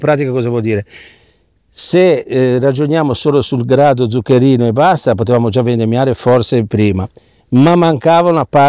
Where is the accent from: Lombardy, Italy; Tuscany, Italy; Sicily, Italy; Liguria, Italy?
Liguria, Italy; Genoa; ci aggiungo anche da genovese